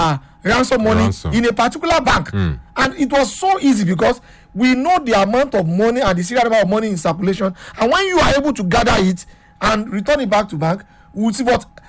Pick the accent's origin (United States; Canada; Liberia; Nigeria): Nigeria